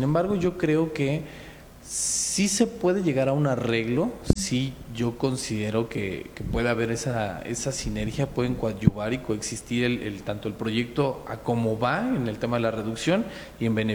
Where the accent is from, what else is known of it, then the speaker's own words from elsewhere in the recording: Mexico City, Mexico; Soy de la Ciudad de México, tengo 37 años